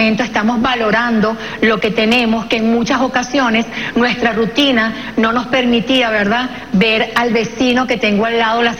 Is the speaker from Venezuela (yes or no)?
yes; Venezuela; Considero muy importante que nosotros como venezolanos debemos demostrar lo que somos